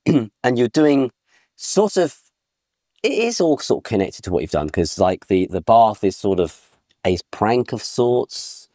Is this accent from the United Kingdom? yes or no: yes; Selhurst, London, United Kingdom; from Selhurst. Because I was a child.